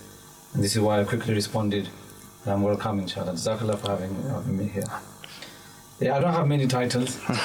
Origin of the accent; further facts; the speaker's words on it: Luton, East of England, United Kingdom; I was brought up in Luton, started our very basics in Masjid Nur.